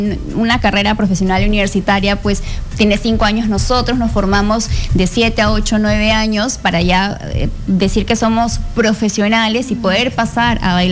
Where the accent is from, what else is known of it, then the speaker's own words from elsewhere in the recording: Trujillo, La Libertad, Peru; moved away as an adult; now in Lima, Peru; Sí, hace 2 años, vine de Trujillo, audicioné al ballet municipal de Lima, me contrataron.